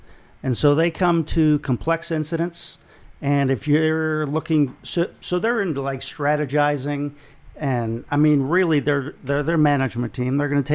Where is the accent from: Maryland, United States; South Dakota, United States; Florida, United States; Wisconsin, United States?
South Dakota, United States; I'm from South Dakota.